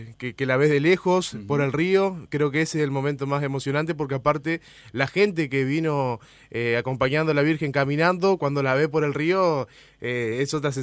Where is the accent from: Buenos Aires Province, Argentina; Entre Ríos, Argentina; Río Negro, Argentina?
Entre Ríos, Argentina; Bajada Grande; El de comunicar justamente esta fiesta que, bueno, es muy del barrio. Yo soy de Bajada Grande